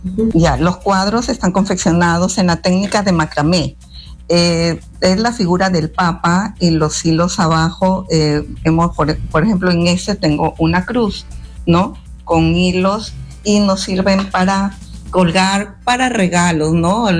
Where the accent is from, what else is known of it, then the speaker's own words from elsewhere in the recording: Chiclayo, Lambayeque, Peru; nuestro cariño de Chiclayo hacia él